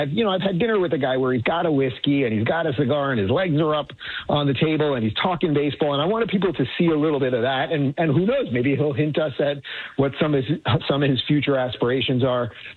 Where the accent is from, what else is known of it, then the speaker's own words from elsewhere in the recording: Los Angeles, California, United States; moved away as an adult; now in Florida, United States; I'm a transplant from Cali, came to Florida during COVID, December of 21, moved my family and two companies here.